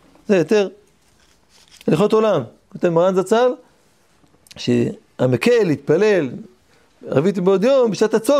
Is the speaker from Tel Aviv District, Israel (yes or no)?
yes; Tel Aviv, Tel Aviv District, Israel; אני גדלתי בתל אביב, לא היה, יש מניין מיד בזמן